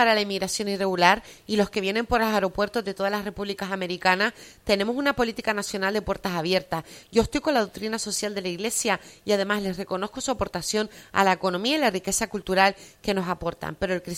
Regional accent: Canary Islands, Spain; now in Madrid, Spain; porque somos canarios y residimos allí mientras vivimos y disfrutamos de Madrid

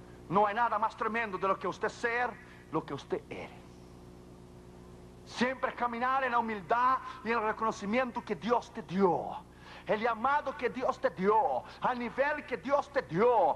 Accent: Brazil; Spanish is a second language; now in United States; Yo soy brasileño

